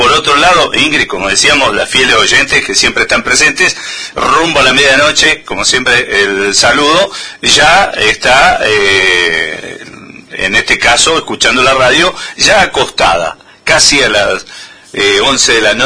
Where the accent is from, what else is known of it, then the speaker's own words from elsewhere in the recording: Mendoza, Argentina; Términos muy mendocinos. ¿Cuántos términos, no? Nosotros tenemos un montón